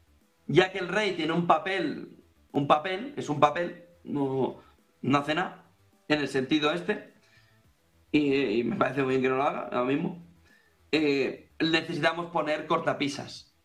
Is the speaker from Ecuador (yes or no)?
no; Spain; nos habría tomado el pelo a todos los españoles